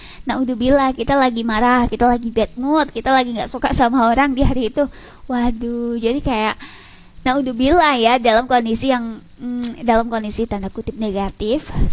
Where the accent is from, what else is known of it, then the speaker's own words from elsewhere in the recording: Lamongan, East Java, Indonesia; kita sebagai warga Lamongan pun warga Indonesia